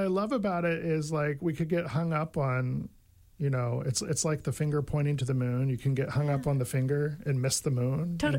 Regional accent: Maryland, United States; moved away; back where I grew up in Maryland, looking out over the Atlantic

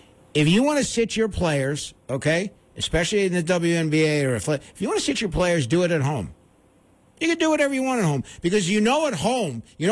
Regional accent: New York City, New York, United States; I grew up in Queens

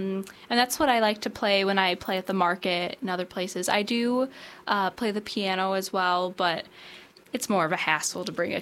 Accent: Ann Arbor, Michigan, United States; I grew up in Michigan. I come from Southern Michigan, Ann Arbor area. I'm 22.

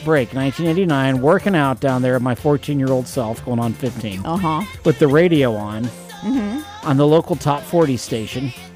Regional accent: Winter Park, Florida, United States; I can remember when I was 14 going on 15. The house I grew up in down in Winter Park, Florida

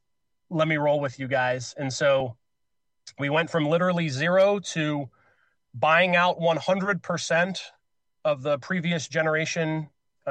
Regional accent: Akron, Ohio, United States; moved away; also born or lived in Cincinnati; I'm a Rust Belt boy, born and raised in Akron. I went to school down in Xavier in Cincinnati.

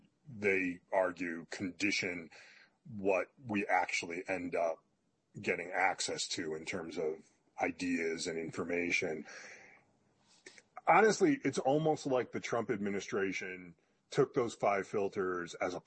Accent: United States; So I said, I'm an American Jew, and I don't understand what the objection is

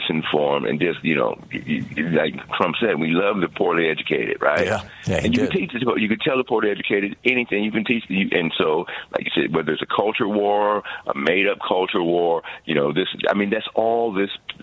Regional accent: California, United States

